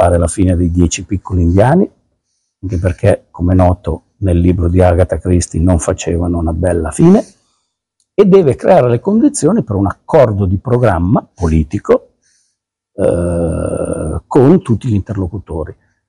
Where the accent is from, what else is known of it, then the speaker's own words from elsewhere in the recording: Piedmont, Italy; No, ma sai, io vengo dalla Val d'Ossola, quindi ho i miei limiti oggettivi e geografici.